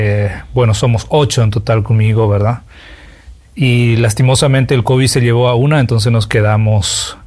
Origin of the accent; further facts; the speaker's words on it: Chaco, Paraguay; born there; Nací en Paraguay, en el Chaco paraguayo, y tengo 7 hermanos, 5 mujeres y 2 hombres.